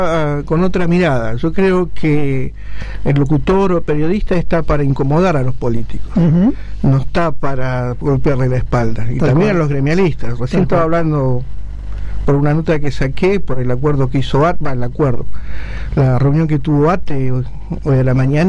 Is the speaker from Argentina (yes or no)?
yes; Comodoro Rivadavia, Chubut, Argentina; now in Neuquén, Argentina; Yo no soy neuquino, yo vengo de Comodoro Rivadavia.